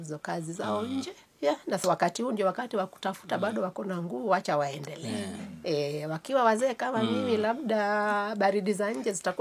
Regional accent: Bondo, Siaya County, Kenya; now in Nairobi, Kenya; Niko Nairobi na niko tena mashinani. Kwetu ni Bondo.

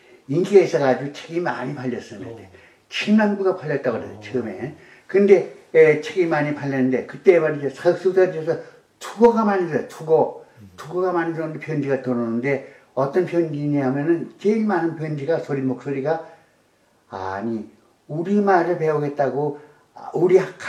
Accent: Seoul, South Korea; born there; 근데 내가 하는 난 서울 태생인데

